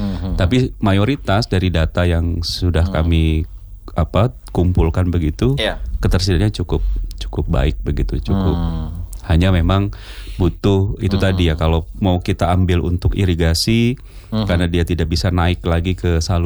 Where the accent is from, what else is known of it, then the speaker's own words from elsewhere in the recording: Kalimantan, Indonesia; now in Kendari, Indonesia; Saya asli Kalimantan.